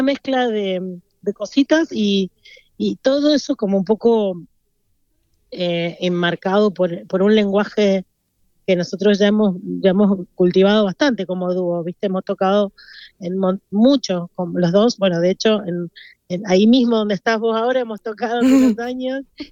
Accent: Mendoza, Argentina; Y vos sabés que en Mendoza, de donde soy yo, está lleno de retamas, porque es una planta medio del desierto.

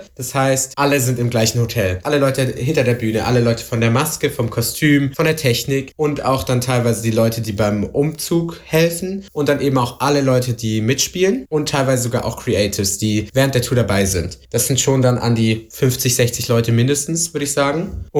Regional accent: Swabia, Germany; moved away; Also ich bin ja Schwabe.

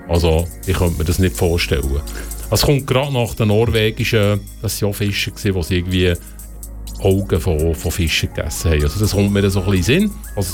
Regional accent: Switzerland; You are from Sweden oder Switzerland, also eigentlich immer umgekehrt. Die Leute haben immer das Gefühl, wir kommen aus Schweden, wo das sehr ähnlich tönt.

